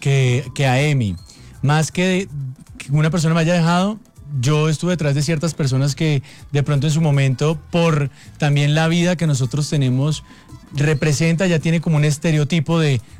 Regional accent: Tuluá, Valle del Cauca, Colombia; now in Bogotá, Colombia; yo soy de un pueblito hermoso llamado Tuluá Valle del Cauca.

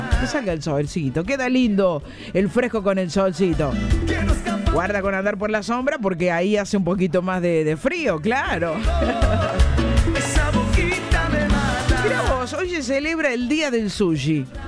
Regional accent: Argentina; uno como argentino lo compara con la carne, con una empanada

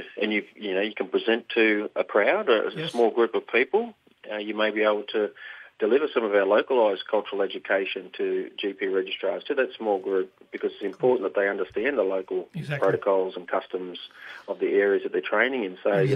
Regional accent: New South Wales, Australia; I'm a proud Warramai and Bundjalung man. I was born and bred on Birrupai country in the North Coast of New South Wales.

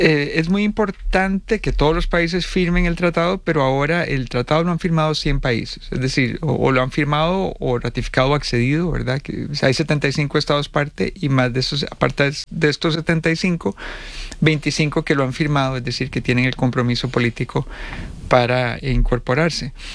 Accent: Costa Rica; now in Madrid, Spain; Yo también soy español, soy costarricense y español, gracias a mi familia, mi abuela particularmente. Y tengo mucha familia también madrileña. O sea, tengo mucho vínculo también con Madrid

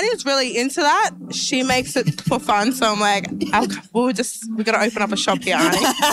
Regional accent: Brisbane, Queensland, Australia; also born or lived in Cunnamulla; I grew up down in Brisbane.

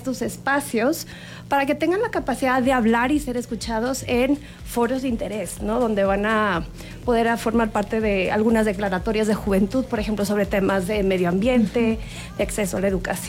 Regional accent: San Luis Potosí, Mexico; O en mi tierra, yo soy de San Luis.

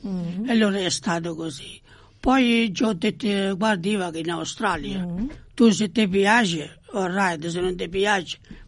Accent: Campania, Italy; born there; moved away as an adult; Provincia di Benevento.

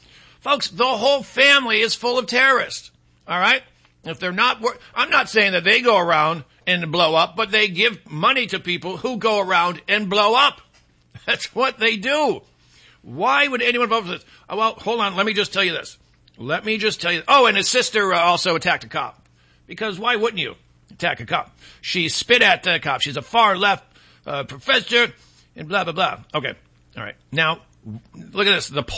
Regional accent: Michigan, United States; born there; my home state of Michigan.

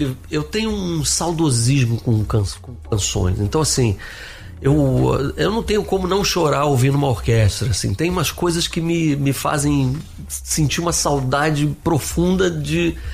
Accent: Brasília, Federal District, Brazil; moved away as an adult; now in Rio de Janeiro, Brazil; Meu pai foi transferido pra lá na época, nós somos cariocas e... Eu acabei crescendo lá. Eu fui com 3 anos de idade para Brasília. Então, e saí de lá com 21. Para voltar para as origens, para o Rio ali. Até porque ainda era uma época, isso foi em 86

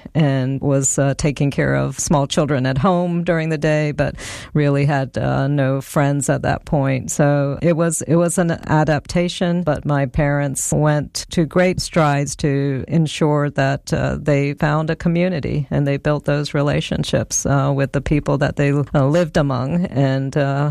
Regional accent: Statesboro, Georgia, United States; born or raised there; English is a second language; also born or lived in India

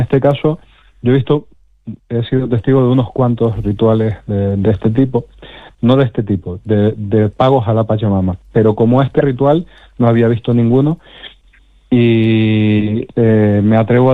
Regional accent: Canary Islands, Spain; Bueno, soy canario, o sea, subimos y bajamos todos los días a las montañas. Las islas son muy, muy escarpadas y yo vivo en Tenerife, que tenemos el Teide, son casi 4.000 metros.

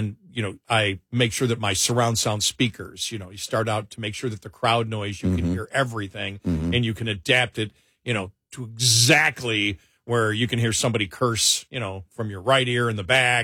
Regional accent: Buffalo, New York, United States; I'm from Buffalo, so I never trust any of my teams.

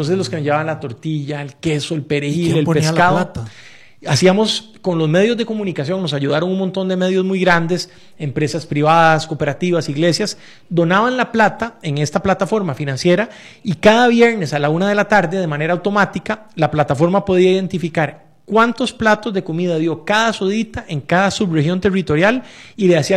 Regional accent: Filadelfia, Guanacaste, Costa Rica; yo crecí en Guanacaste. Yo soy bajureño. Crecí en una finca ganadera y agrícola en Carrillo, en Filadelfia.

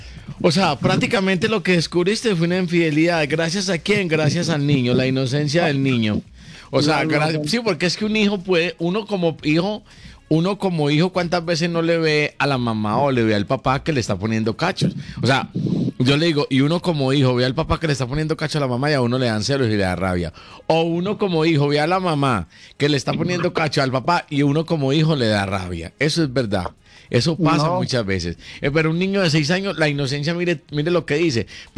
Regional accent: Gómez Plata, Antioquia, Colombia; Ese es mi terruño.

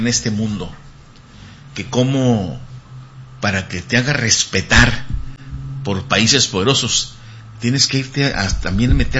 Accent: Mexico; un país pacifista como el nuestro, humanista en su práctica, como el mexicano

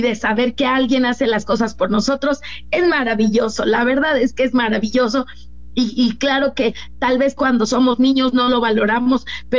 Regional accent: Mexico; como mexicanos disfrutamos muchísimo

